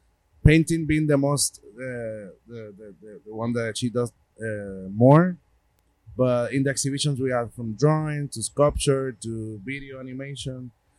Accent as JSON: {"language": "English", "country": "Puerto Rico", "accent": "Puerto Rican", "said": "you know, my Puerto Rican accent, which I'm very proud of."}